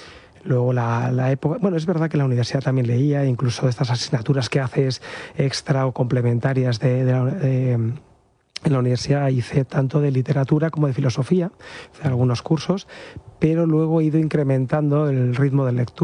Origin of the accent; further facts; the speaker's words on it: Madrid, Community of Madrid, Spain; yo nací en Madrid, mi familia, desde que nacimos mi hermano y yo, vivimos en Madrid. Lo que pasa es que vivimos a las afueras, en una urbanización, pues donde pues había, tanto en la casa donde vivíamos, un poquito de jardín, zonas comunes, como alrededor, pues había bastante campo